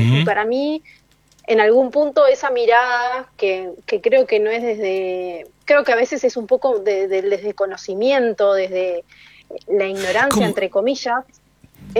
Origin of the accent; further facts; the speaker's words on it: Uruguay; Soy uruguaya. En este momento estoy viviendo en Uruguay.